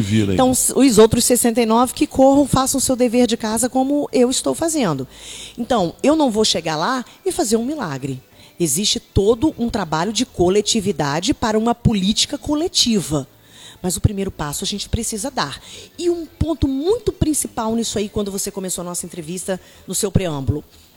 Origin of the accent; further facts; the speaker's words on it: Minas Gerais, Brazil; moved away as an adult; also born or lived in São Paulo / Maranhão; now in interior of Rio de Janeiro state, Brazil; São Paulo. E quando eu era criancinha, eu fui para Minas, interior de Minas, porque meus pais queriam sair da cidade grande, porque né, existe uma violência latente. Meus pais não queriam criar os filhos ali, nós fomos para Minas. E eu fiquei a minha adolescência e parte da minha juventude em Minas. Depois eu morei no Maranhão